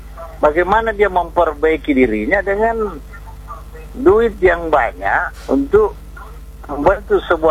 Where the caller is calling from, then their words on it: Parepare, South Sulawesi, Indonesia; lagi menikmati kurban di Pare-Pare ini.